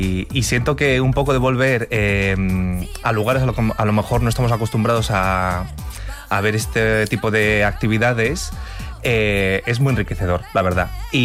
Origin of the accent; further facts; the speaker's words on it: Valladolid, Castile and León, Spain; moved away; also born or lived in Seville; me fui de mi tierra, que yo soy de Valladolid.